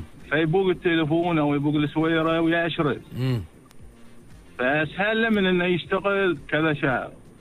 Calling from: Bahrain; أنا بحريني

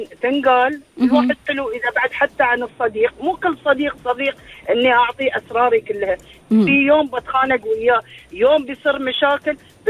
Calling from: Khobar, Eastern Province, Saudi Arabia; انا من الخبر

